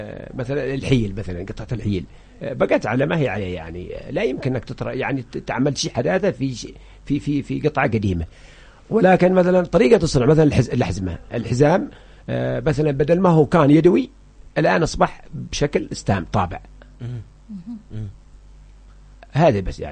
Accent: Hadramawt, Yemen; عندنا في حضرموت

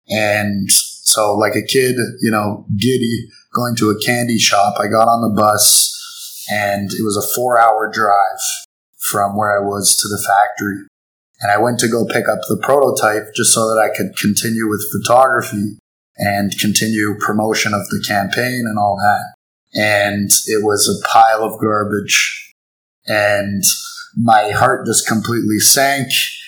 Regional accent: Toronto, Ontario, Canada; moved away as an adult; now in Guangzhou, China; So I'm from Toronto, from Canada. I went to university down in the States

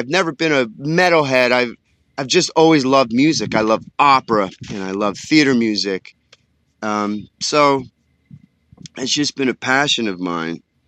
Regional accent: United States; I grew up in a time, again, I was 12 miles from the George Washington Bridge.

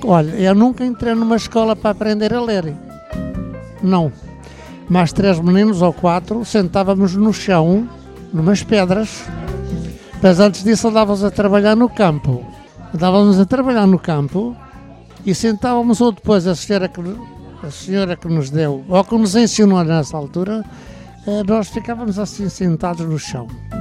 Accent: Algarve, Portugal; now in Belém, Lisbon, Portugal; porque eu não sou de cá. Sou do Algarve. É aqui, moro a partir dos anos 40, 50, 60, pouco mais ou menos. Portanto, já daqui a uns aninhos que moro aqui.

